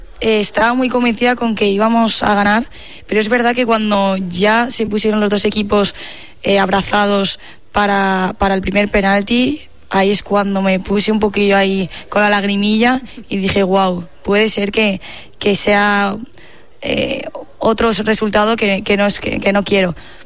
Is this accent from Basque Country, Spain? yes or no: no; Madrid, Community of Madrid, Spain; Yo soy de Madrid.